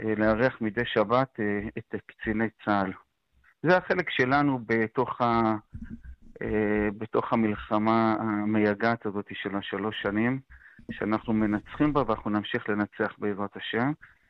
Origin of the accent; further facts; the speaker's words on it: Jerusalem, Jerusalem District, Israel; צריך לשמור על הדברים שבקונצנזוס שאני גדלתי עליהם כירושלמי, בסדר? אני נולדתי בתוך בית קפה, בסדר? בתוך ירושלים, בצטרום של הצטרום